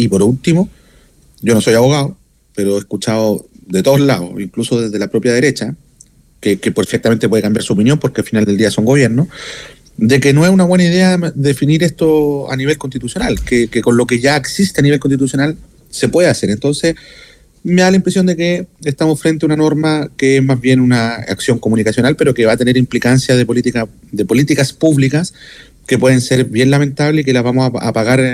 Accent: Valparaíso, Chile; en mi ciudad, pues, yo soy porteño

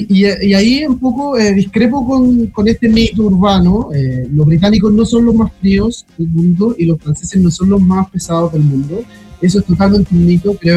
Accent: Chile; born or raised there; moved away as an adult; now in London, United Kingdom

